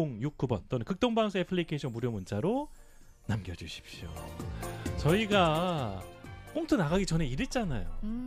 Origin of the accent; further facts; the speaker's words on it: Daejeon, South Korea; 내 고향 대전.